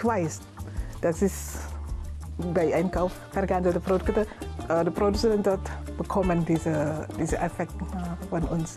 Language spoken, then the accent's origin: German; Indonesia; moved away as an adult; now in Chemnitz, Germany